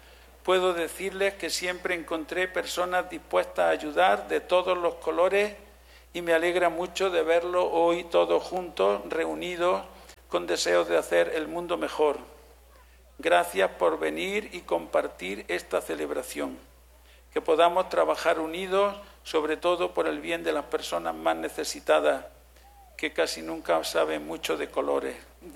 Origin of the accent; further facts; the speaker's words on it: Huéneja, Andalusia, Spain; born there; moved away; also born or lived in Granada; patronos del pueblo donde nací en Güeneja